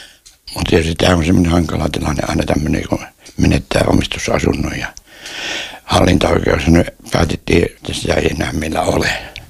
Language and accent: Finnish; Ähtäri, South Ostrobothnia, Finland; born there; also born or lived in Tampere; now in Virrat, Finland; syntyisinkin maalta, niin Tampereen Vilinnän jälkeen niin tulin tänne, kun mun kotipaikka on tuolla Ähtärissä perikunnan paikka